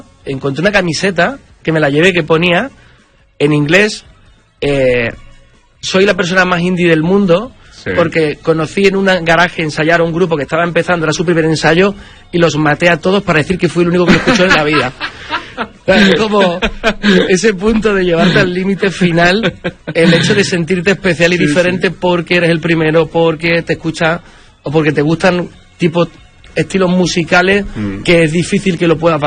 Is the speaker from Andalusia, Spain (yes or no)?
yes; La Rinconada, Andalusia, Spain; echarme la espalda a la caseta de feria de mi pueblo.